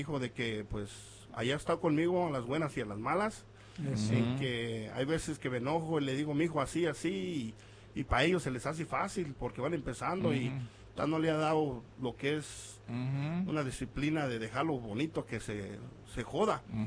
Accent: Michoacán, Mexico; born there; moved away; cuando yo estaba chiquito, pues yo nací en Tinguitiro, Michoacán.

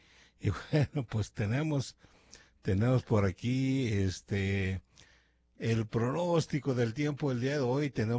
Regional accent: Zacatecas, Mexico; Aquí su amigo y servidor

